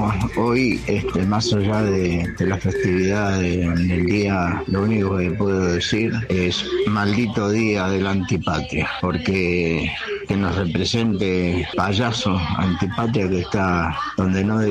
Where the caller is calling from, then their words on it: La Matanza, Buenos Aires Province, Argentina; de La Matanza.